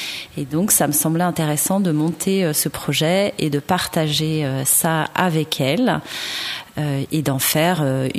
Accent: Île-de-France, France; Donc l'itinérance me tient à cœur puisque je ne suis pas de la région des Bauges, je suis de la région parisienne

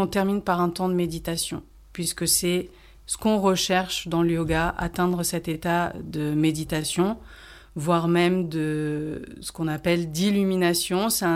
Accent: Grenoble, Auvergne-Rhône-Alpes, France; moved away as an adult; now in Ardèche, France; je suis originaire de Grenoble en Isère. Et ça fait à peu près une dizaine d'années à peu près que je suis en Ardèche.

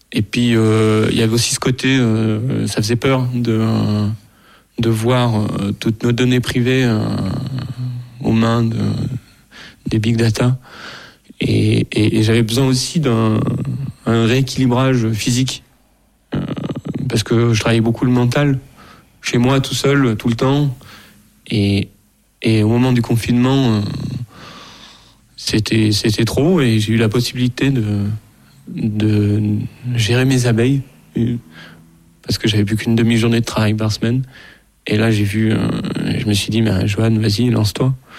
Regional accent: Auvergne-Rhône-Alpes, France; also born or lived in Lyon; j'ai grandi en Ardèche

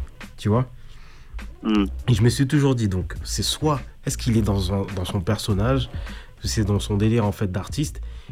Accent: Guadeloupe; je suis Guadeloupéen

